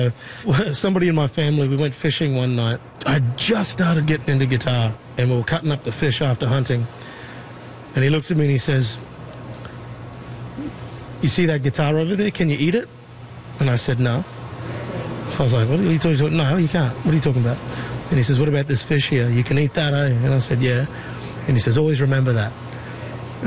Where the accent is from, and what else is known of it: Mossman, Queensland, Australia; born or raised there